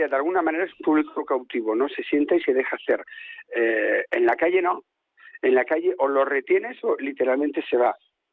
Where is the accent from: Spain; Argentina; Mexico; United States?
Spain; Oviedo, Asturias; Soy de Oviedo